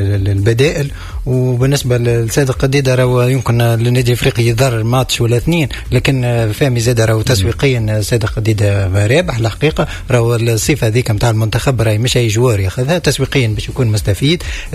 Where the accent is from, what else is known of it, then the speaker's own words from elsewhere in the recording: Tunisia; أنا واحد من الناس كتونسي